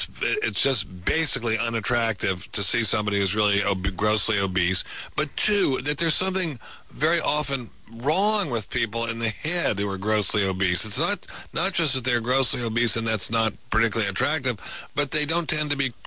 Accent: Washington, District of Columbia, United States; When I was a child growing up in Washington, D.C., not Mississippi, not Alabama, Washington, D.C.

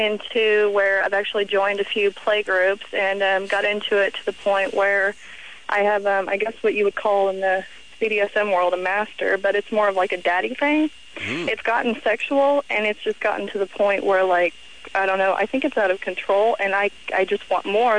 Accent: Texas, United States; I grew up in Texas.

